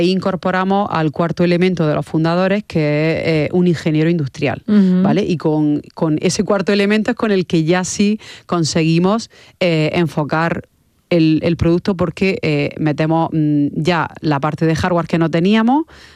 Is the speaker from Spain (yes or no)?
yes; Almería, Andalusia, Spain; nosotros somos de Almería